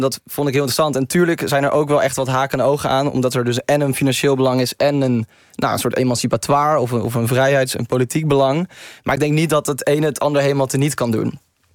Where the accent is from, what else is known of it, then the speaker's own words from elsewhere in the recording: Tilburg, North Brabant, Netherlands; born there; als geboren Tilburger